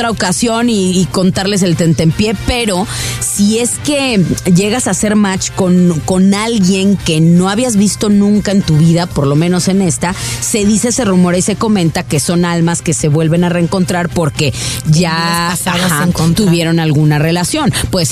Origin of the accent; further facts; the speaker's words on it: Guadalajara, Jalisco, Mexico; Nosotras somos las tapatías que importaron desde Guadalajara, Guadalajara, Jalisco, México.